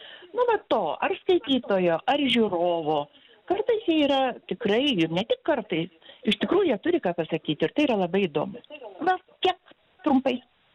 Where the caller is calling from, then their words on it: Kaunas, Kaunas County, Lithuania; esu iš Kauno